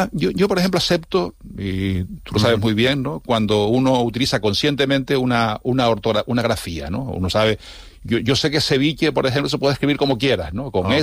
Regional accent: Canary Islands, Spain

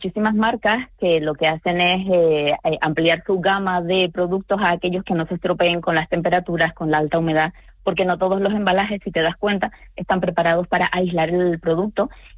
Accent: Canary Islands, Spain; como buena canaria, cualquier producto que venga de nuestras islas es bienvenido a dos manos.

